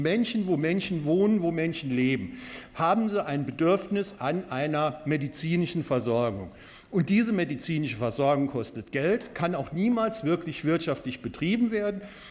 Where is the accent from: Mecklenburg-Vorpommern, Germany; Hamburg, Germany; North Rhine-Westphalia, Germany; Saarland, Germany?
Saarland, Germany; Neunkirchen; Ich bin ja auch einer der wenigen hier im Plenum, die aus Neuenkeie stamme, die gebürtiger Neuenkeier sind und die um die Bedeutung des Kohlhofs wissen.